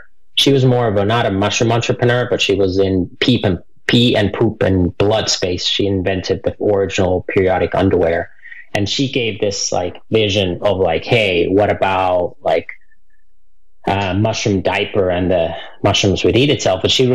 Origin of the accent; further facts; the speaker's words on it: Finland; So I grew up in Finland on a 13-generation family farm, and there I learned about human health from my mom